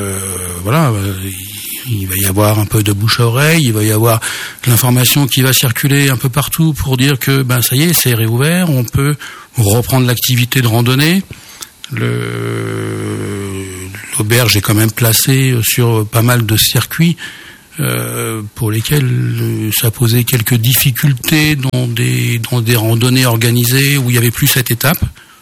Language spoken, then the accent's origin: French; Mulhouse, Grand Est, France; moi je viens de la banlieue de Mulhouse.